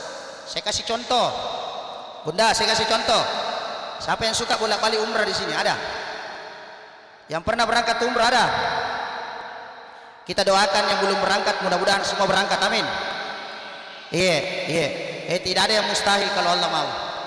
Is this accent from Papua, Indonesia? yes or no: no; South Sulawesi, Indonesia; Kan biasa kita Bugis Makassar itu